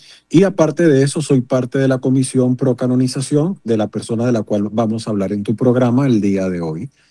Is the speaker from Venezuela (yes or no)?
yes; Cojedes, Venezuela; born there; un bautizado de la Iglesia Católica, soy un laico venezolano, nací en el estado Cojedes, en Venezuela.